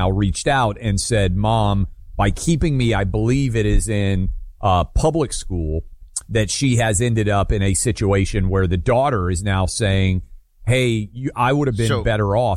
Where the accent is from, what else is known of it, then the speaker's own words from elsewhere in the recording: Tennessee, United States; and my home state of Tennessee.